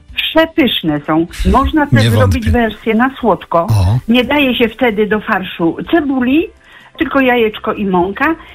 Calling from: Wrocław, Lower Silesian Voivodeship, Poland; U nas we Wrocławiu

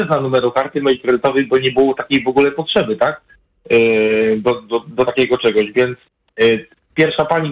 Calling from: Pruszcz Gdański, Pomeranian Voivodeship, Poland; obecnie jestem w innym kraju akurat, ale już mieszkam w Pruszczy Gdańskim

